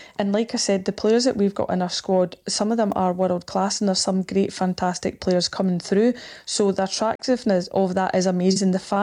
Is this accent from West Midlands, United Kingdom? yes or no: no; Scotland, United Kingdom; as Scottish fans